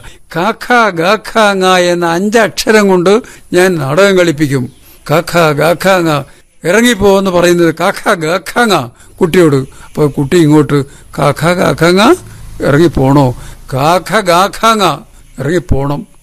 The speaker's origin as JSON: {"language": "Malayalam", "region": "Kerala", "country": "India"}